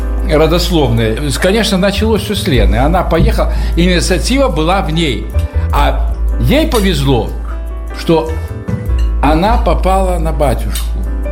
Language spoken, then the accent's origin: Belarusian; Podlaskie Voivodeship, Poland; Тое, што мы з Падляшча, што мы адсюль, это мы ведам ад бацькоў, ад маці і ад бацькі.